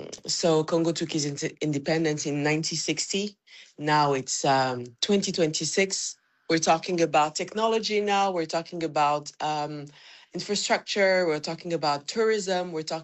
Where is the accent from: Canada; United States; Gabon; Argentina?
Gabon; I originated from there, but I didn't really live there. I grew up in Gabon.